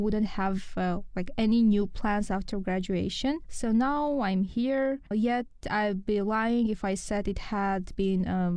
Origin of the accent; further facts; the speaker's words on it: Armenia; now in Lithuania; I'm from Armenia. I came here for a volunteering project. I will be here for a year in the radio club. And moving to a different country has been challenging, yet fulfilling experience of my life.